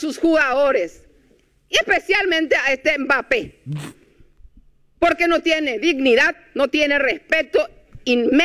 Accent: Paraguay; Resulta ser que hoy ya somos los paraguayos los racistas.

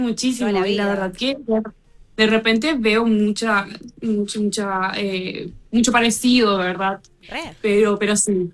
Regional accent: Mariano Roque Alonso, Central, Paraguay; born there; also born or lived in Hamburg; No, yo nací acá en Paraguay, en Mariano Roque Alonso nací yo. Pero cuando tuve 3 años, me fui un rato a Alemania, ¿verdad? Vivimos ahí un tiempito, pero...

